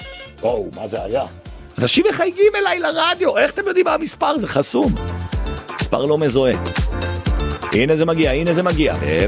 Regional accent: Jerusalem, Jerusalem District, Israel; ירושלמי לירושלמי

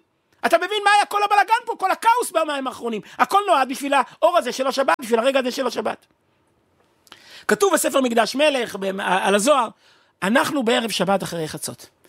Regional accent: Kfar Chabad, Central District, Israel; אני גדלתי בבית הכנסת המרכזי, בכפר חבד

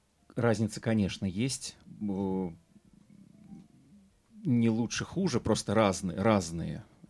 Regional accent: Voronezh, Voronezh Oblast, Russia; also born or lived in Saint Petersburg / Moscow; now in Haifa, Israel; Родом я из Воронежа, потом 12 лет прожил в Питере, потом переехал в Москву, сейчас переехал в Хайфу

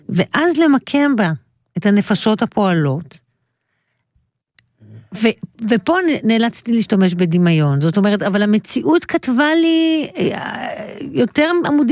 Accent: Ayelet HaShahar, Northern District, Israel; איילת השחר, קיבוץ, אנחנו שתינו בנות קיבוץ איילת השחר

